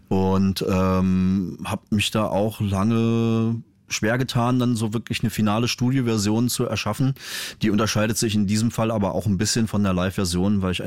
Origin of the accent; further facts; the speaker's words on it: Mecklenburg-Vorpommern, Germany; moved away; Ich komme halt ursprünglich aus MacPom.